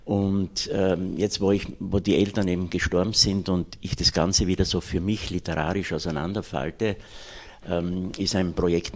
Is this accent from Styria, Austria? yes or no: yes; Graz, Styria, Austria; born there; now in Stein, Austria; Wir 4 Kinder sind dann schon in Graz geboren. Das heißt, wir haben nie in Radkersburg in dem Sinn gewohnt, aber sehr lange in Radkersburg gelebt. Also die ersten 16, 17 Jahre meines Lebens